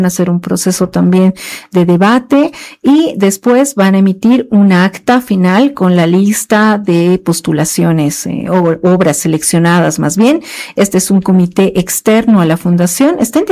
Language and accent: Spanish; Bolivia